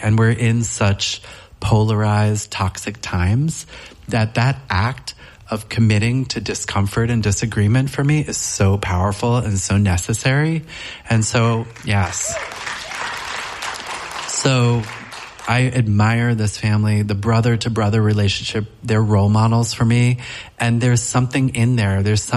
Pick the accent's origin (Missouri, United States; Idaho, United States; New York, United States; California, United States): New York, United States; Brooklyn; born or raised there